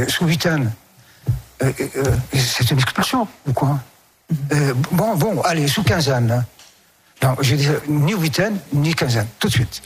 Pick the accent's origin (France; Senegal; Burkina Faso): France; Non, je suis Français. Point.